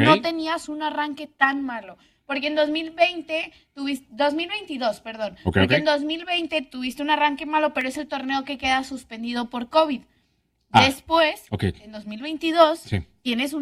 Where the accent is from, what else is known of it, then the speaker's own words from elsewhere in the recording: Medellín, Antioquia, Colombia; Si no me conocen … de Medellín. Un gusto estar aquí con ustedes.